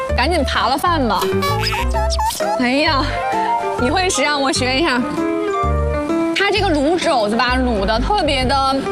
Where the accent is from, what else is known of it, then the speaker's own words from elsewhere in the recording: Northeast China, China; 而且比如说我们东北人嘛，特别喜欢吃炖菜嘛